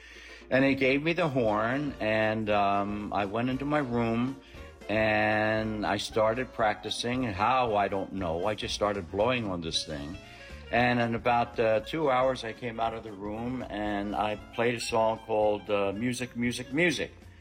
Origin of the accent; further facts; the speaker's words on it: Philadelphia, Pennsylvania, United States; As a young man, young boy, really, growing up in South Philadelphia